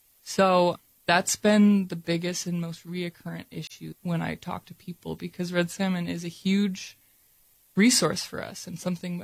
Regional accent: Unalaska, Alaska, United States; I grew up here in Onalaska. I'm from here. My parents are from here. Their parents are from here. We've been here for a very long time.

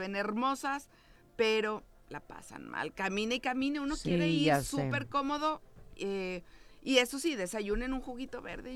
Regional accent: Mexico City, Mexico; venimos de la Ciudad de México, unos cuantos chilangos, a traerles un poquito de nuestros sabores de allá.

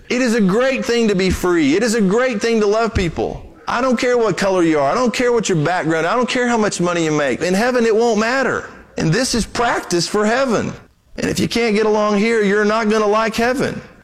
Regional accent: Brazil; I grew up in Brazil.

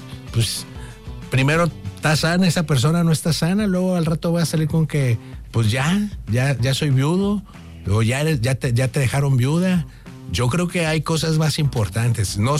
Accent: Monterrey, Nuevo León, Mexico

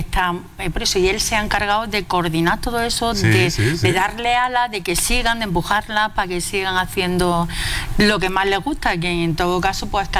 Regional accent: Mancha Real, Andalusia, Spain

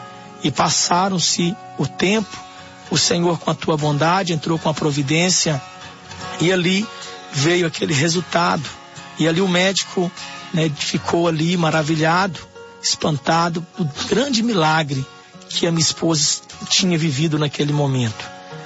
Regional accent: Belo Horizonte, Minas Gerais, Brazil; Eu sou da cidade de Belo Horizonte, pertenço à Igreja Pentecostal Deus e Amor.

